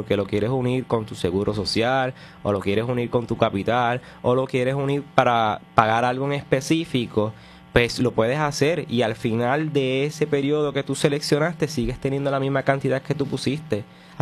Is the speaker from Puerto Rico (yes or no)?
yes; Puerto Rico; nosotros como puertorriqueños